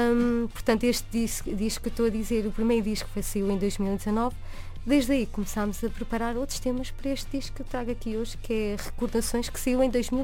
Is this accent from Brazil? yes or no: no; Portugal; accent: Portuguese; also born or lived in Paris, France; Bem português, o meu sotaque.